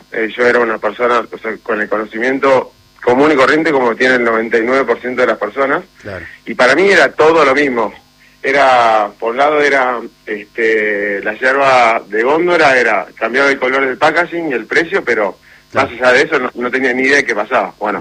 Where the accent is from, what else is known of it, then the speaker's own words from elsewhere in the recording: Buenos Aires, Argentina; Soy una persona de Capital Federal, y tomaba mate de manera social, cuando había mate en la mesa entre amigos y familia.